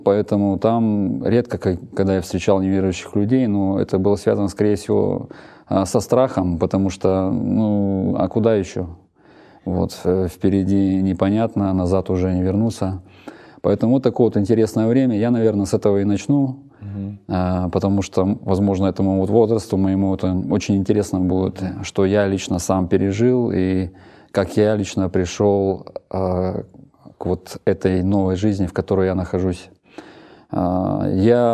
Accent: Izhevsk, Udmurtia, Russia; born there; Я родился в городе Ижевск, это Удмуртия.

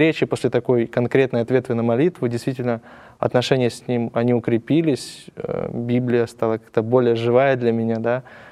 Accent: Ukraine; now in Argentina; Нет, я сам с Украины.

